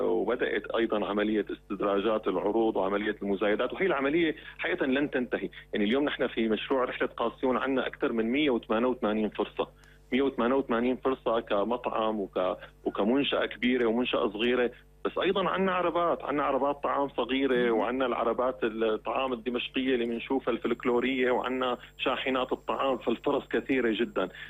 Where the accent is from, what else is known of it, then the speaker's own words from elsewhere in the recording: Syria; بالنسبة لنا يعني كسوريين